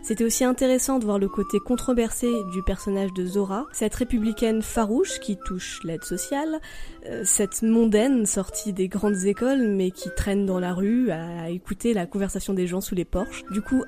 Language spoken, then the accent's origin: French; France; chez nous en France